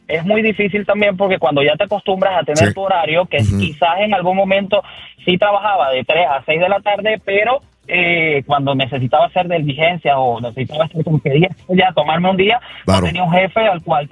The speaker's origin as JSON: {"language": "Spanish", "country": "Venezuela", "moved": "yes", "said": "soy venezolano."}